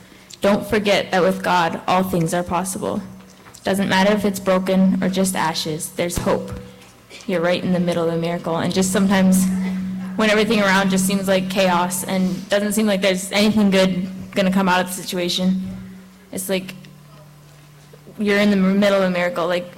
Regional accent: Beaver Lake, Canada; We're from, I guess me too. We're from Beaver Lake.

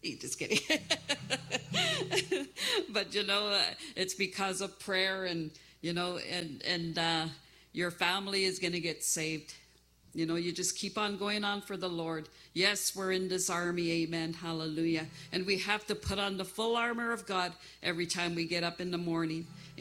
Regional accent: Moosonee, Ontario, Canada; I'm from Moosonee, Ontario, and that's near Moose Factory.

